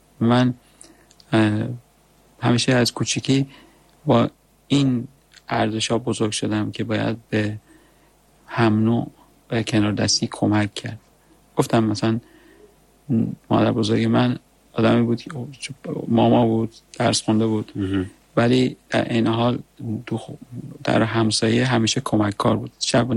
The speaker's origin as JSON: {"language": "Persian", "country": "Iran", "said": "مردمم، ایرانم، وطنم"}